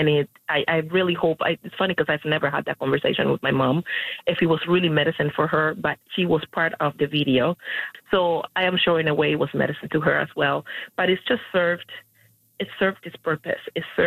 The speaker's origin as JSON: {"language": "English", "country": "Cuba", "moved": "yes", "lives_now": "Canada", "said": "for the longest time I was like, I'm not Cuban enough because I left too many years ago from Cuba. I'm not Canadian enough because I didn't, you know, I was not born here"}